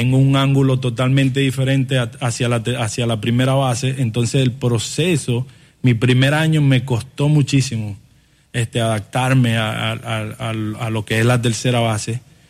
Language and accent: Spanish; Venezuela; desde niño en mi pueblo, en Venezuela, yo crecí jugando todos los deportes, habidos y por haber.